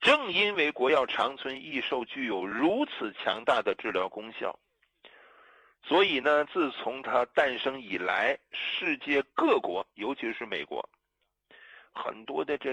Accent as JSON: {"language": "Chinese", "country": "China", "said": "作为中国人，我这心里边装的是国家呀，装的是人民呐"}